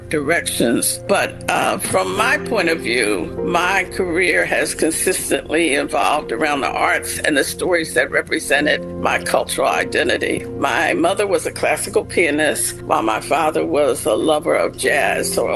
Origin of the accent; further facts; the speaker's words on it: Philadelphia, Pennsylvania, United States; I was raised in North Philadelphia in a stable and aspirational neighborhood that included Black doctors, lawyers, teachers, store owners, and nurses, as well as solid middle-class, working-class folks.